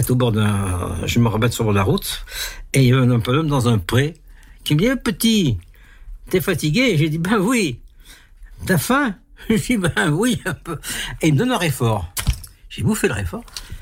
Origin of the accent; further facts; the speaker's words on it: Auvergne-Rhône-Alpes, France; born there; also born or lived in Bourg-de-Thizy, Haut-Beaujolais; Je suis né dans le Haut-Beaujolais, d'un petit bled qui s'appelle Bourg de Thésy, qui est pas très loin du, qui est entre Lyon et Roanne. J'en suis parti très petit, très jeune, et je suis mes parents qui étaient enseignants primaires. S'étaient installés dans la banlieue lyonnaise